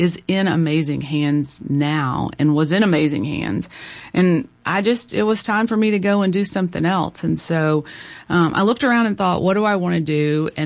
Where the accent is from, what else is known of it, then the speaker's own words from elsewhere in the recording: Little Rock, Arkansas, United States; I was a tomboy growing up in Little Rock, and I lived in Hillcrest and had amazing neighbors